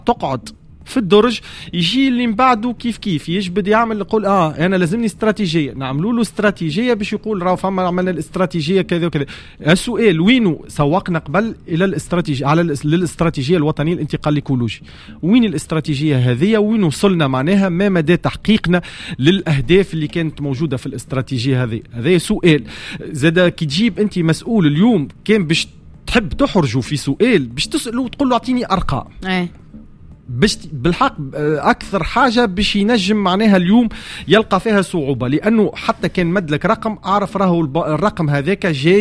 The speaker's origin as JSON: {"language": "Arabic", "country": "Tunisia"}